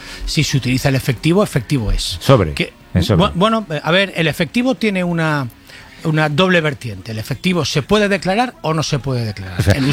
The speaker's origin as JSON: {"language": "Spanish", "town": "Valencia", "region": "Valencian Community", "country": "Spain", "tie": "born or raised there", "said": "Estoy en Radio Valencia, vale. En mi ciudad natal, en Valencia."}